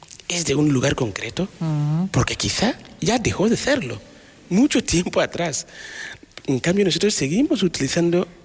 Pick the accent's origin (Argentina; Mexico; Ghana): Ghana; now in Spain; Yo puedo ser de Ghana y sentir España como mi casa